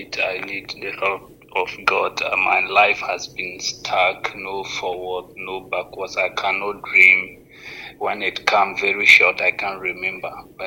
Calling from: Wa, Upper West, Ghana; I'm calling from Wa Upper West.

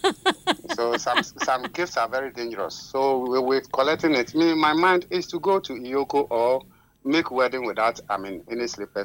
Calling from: Western North, Ghana; I'm calling from Western North, BNA, to be precise.

